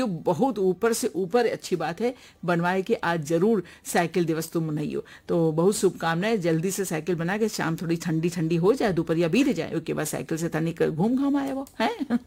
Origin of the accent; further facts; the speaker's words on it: Barabanki, Uttar Pradesh, India; कटरा बारामंकी का रहने वाला हूँ